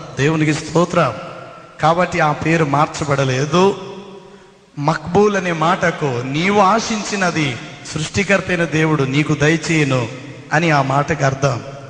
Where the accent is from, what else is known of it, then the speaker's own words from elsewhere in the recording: Rajahmundry, Andhra Pradesh, India; మా స్వగ్రామం రాజమండ్రి మస్జీద్ సెంటర్ జాంపేట